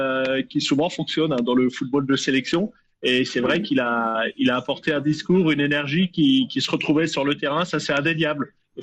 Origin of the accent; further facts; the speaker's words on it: France; dans un fonctionnement que j'aurais pu rapprocher en tant que Français de celui d'Aimé Jacquet